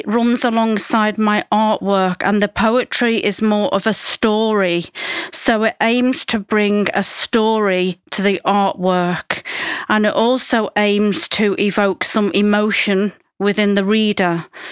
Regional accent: North West England, United Kingdom; moved away as an adult; now in Basel, Switzerland; I'm originally from Cheshire in the UK, and I've been living in Basel for the past 7 years.

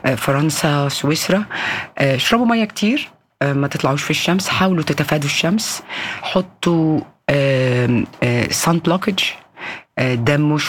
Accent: Cairo, Cairo Governorate, Egypt; moved away; عندنا في القاهرة

